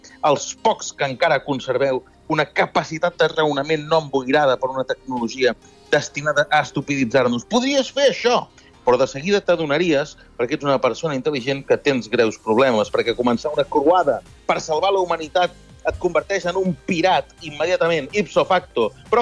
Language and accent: Catalan; Sabadell, Catalonia, Spain; Jo sóc de Sabadell